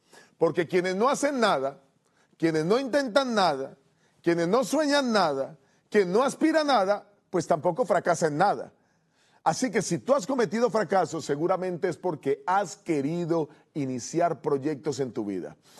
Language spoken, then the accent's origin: Spanish; Bogotá, Colombia; la ciudad donde yo estudiaba, en mi país, en la ciudad de Bogotá, en Colombia